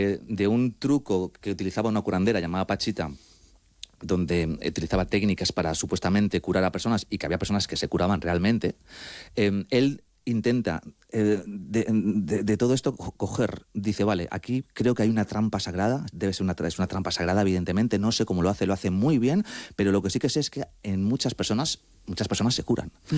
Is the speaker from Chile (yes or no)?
no; Madrid, Community of Madrid, Spain; estoy muy dividido porque aparte te he dicho ya que que soy madrileño